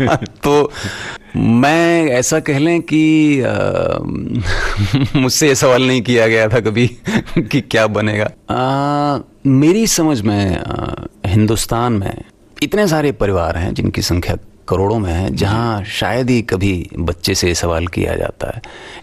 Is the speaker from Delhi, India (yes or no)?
yes; Delhi, India; मैं दिल्ली में पैदा हुआ, पला बड़ा वहीं पे